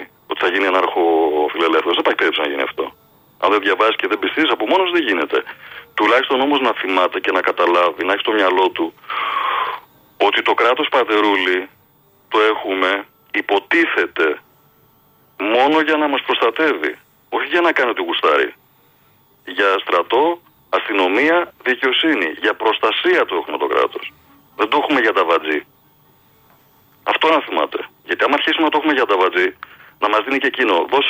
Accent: Greece

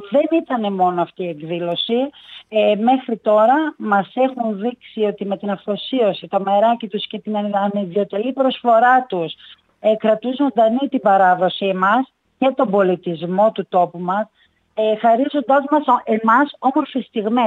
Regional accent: Zagliveri, Central Macedonia, Greece

